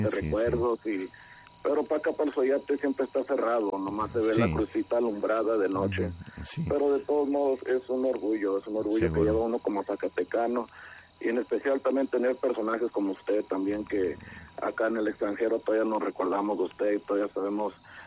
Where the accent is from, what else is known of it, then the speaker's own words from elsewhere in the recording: Los Angeles, California, United States; born there; now in San Jose, United States; era cuando mi familia radicaba allá por Los Ángeles. Ahorita nosotros radicamos acá en San José, California. Somos originarios de Villanueva, Zacatecas, de un ranchito que se llama Tarasco, Villanueva.